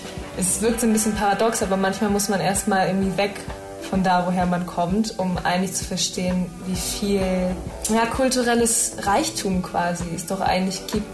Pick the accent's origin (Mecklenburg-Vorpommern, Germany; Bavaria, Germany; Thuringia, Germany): Mecklenburg-Vorpommern, Germany; Stralsund; Ich meine, ich komme aus Stralsund, da gibt es zwar Musikschulen, aber jetzt nicht so die Musikkultur